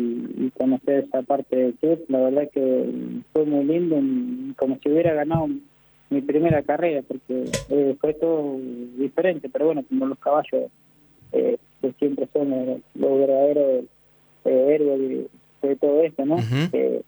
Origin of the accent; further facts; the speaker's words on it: Argentina; Cuando llegué a Dubái, cuando fui a Dubái en el 2024, dije, pero ¿cómo vos sos argentino? Sí, ¿y cómo hablas árabe?